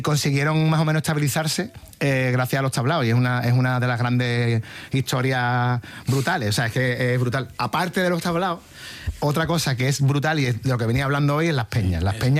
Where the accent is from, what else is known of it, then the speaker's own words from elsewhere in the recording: Jerez de la Frontera, Andalusia, Spain; Y digo, yo soy de Jerez.